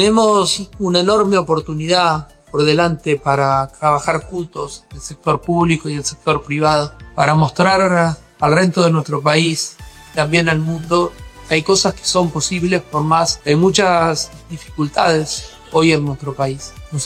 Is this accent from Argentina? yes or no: yes; Santa Fe, Argentina; Porque nosotros nos sentimos muy orgullosos de lo que somos la provincia de Santa Fe, de lo que representamos, porque fundamentalmente sentimos orgullo de dónde venimos.